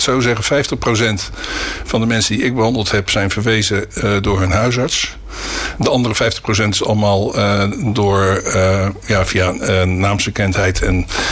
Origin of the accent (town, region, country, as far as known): Schiedam, South Holland, Netherlands; born or raised there; now in Vlaardingen, Netherlands